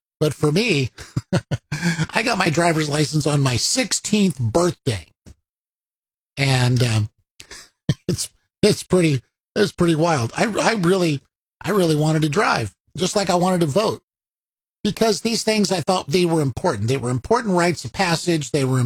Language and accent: English; United States; when I grew up in America